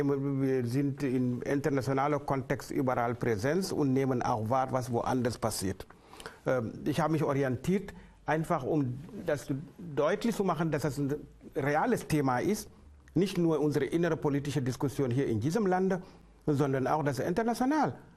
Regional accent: Senegal

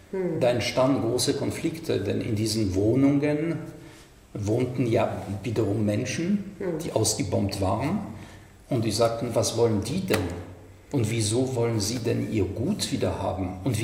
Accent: France; moved away; ich komme aus Frankreich

